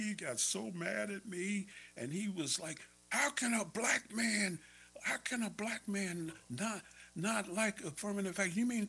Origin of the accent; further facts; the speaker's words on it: Cincinnati, Ohio, United States; And so, I grew up in Ohio, and so in the inner city there of Cincinnati. Okay. So that's where I'm from.